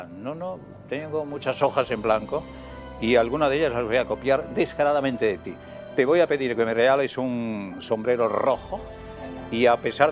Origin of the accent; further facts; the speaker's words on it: Ponferrada, Castile and León, Spain; moved away; el equipo de fútbol de mi pueblo, de la Ponferradina